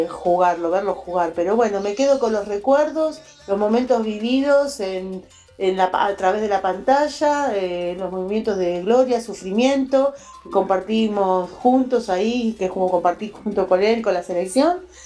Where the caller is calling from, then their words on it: Buenos Aires, Argentina; de Liniers.